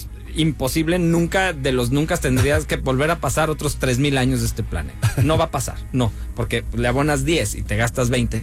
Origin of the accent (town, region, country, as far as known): Guadalajara, Jalisco, Mexico; now in Culiacán, Mexico